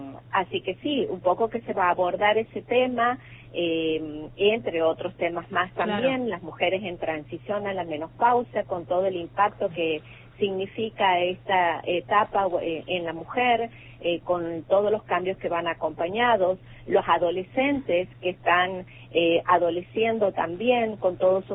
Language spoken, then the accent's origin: Spanish; Santiago del Estero, Argentina